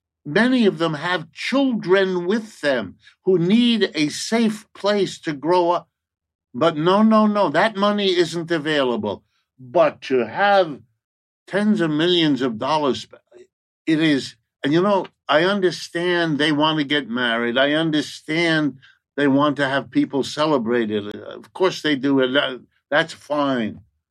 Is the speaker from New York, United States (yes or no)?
yes; New York City, New York, United States; I got to tell you, as a New Yorker, watching the spectacle of vast parts of New York City shut down